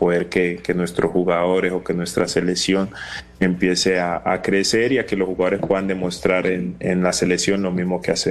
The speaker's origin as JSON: {"language": "Spanish", "town": "Cali", "region": "Valle del Cauca", "country": "Colombia", "said": "Para mí la salsa es vital. Soy caleño y me encanta la salsa."}